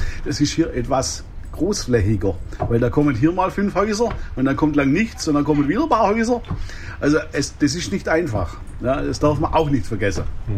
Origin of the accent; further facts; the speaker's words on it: South, Germany; now in Paddingbüttel, Germany; Das ist nicht so wie im Süden, wo ich herkomme. Wir sind in Niedersachsen ein Flächenland. Das heißt, ich wohne in Paddingbüttel.